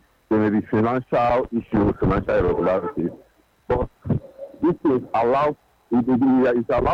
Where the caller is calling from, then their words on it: Lagos, Nigeria; I'm calling from Lekki.